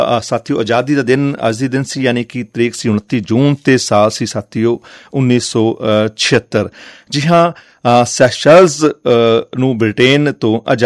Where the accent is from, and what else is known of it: Punjab, India